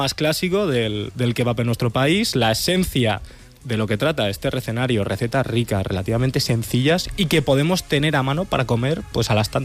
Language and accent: Spanish; Spain; Soy español